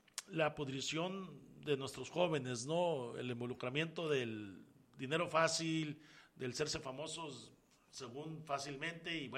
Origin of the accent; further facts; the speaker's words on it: Sinaloa, Mexico; Y eso del sombrero es un mensaje para quienes somos sinaloenses y conocemos, por lo menos de lejecitos, ¿no?